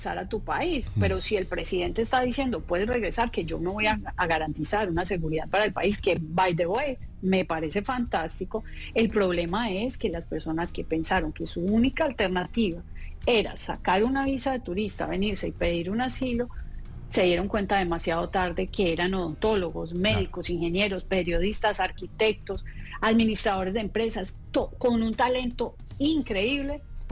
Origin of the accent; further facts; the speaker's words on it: Cartago, Valle del Cauca, Colombia; moved away as an adult; Esa fue la visa con la que yo soy inmigrante. ¿Ah, sí? Hace 30 años, soy de Cartago Valle.